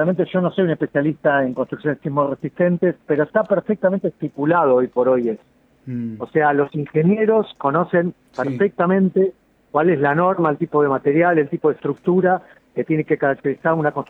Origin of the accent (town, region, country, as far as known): Argentina